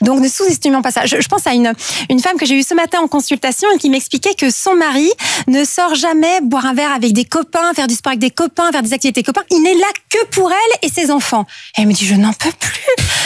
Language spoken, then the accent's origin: French; Belgium